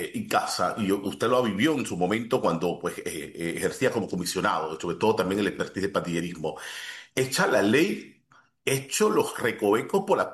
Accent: Panama

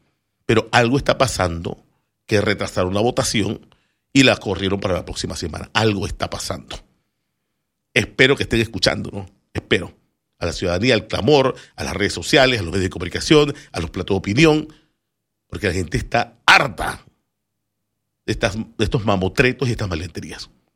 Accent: Juan Díaz, Panamá, Panama; De que yo soy acá de Juan Díaz, blush, te inundo.

